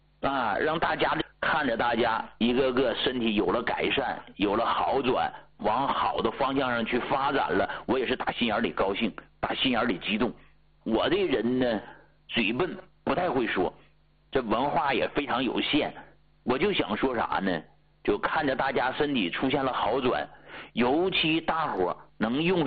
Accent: Hegang, Heilongjiang, China; now in Beijing, China; 你说我一农村的，大家都知道我是哪儿的吧，黑龙江鹤岗那么个小地方，而且呢家里边是种菜的啊，属于农民啊，农民家的孩子，

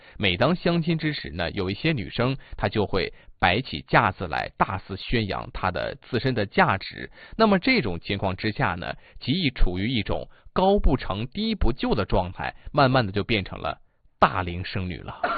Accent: Northeast China, China; 咱们东北话

